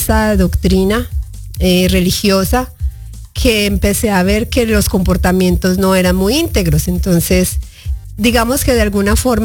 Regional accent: Medellín, Antioquia, Colombia; creo que se nota un poquito que soy de Medellín, de Colombia.

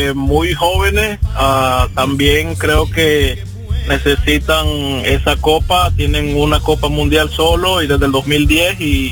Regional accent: Nicaragua; Yo soy de Nicaragua.

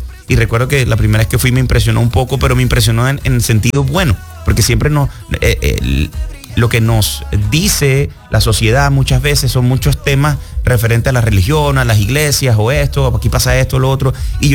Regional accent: Maracaibo, Zulia, Venezuela; moved away as an adult; also born or lived in Barquisimeto, Venezuela; now in Miami, United States; Nací en Barquisimeto, pero luego me llevan desde chiquitito a Maracaibo

